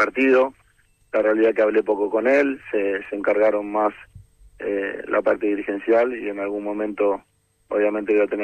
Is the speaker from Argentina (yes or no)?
yes; Argentina; es algo que tenemos nosotros como argentinos